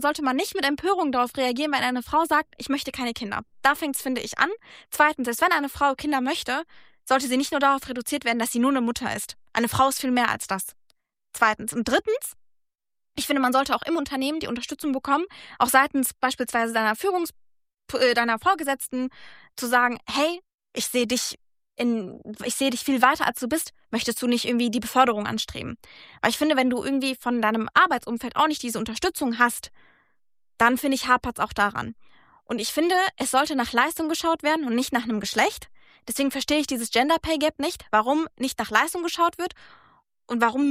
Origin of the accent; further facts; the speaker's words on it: Germany; Und ich habe Deutschland immer als ein Land, es ist ja auch mein Heimatland, ja, und ich nehme Deutschland immer als ein Land wahr